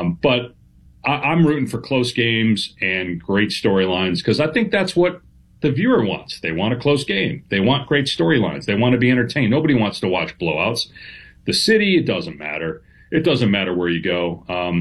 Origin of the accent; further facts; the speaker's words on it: Madison, Wisconsin, United States; I grew up in Madison, Wisconsin, so I was not that familiar with Marty Glickman until I got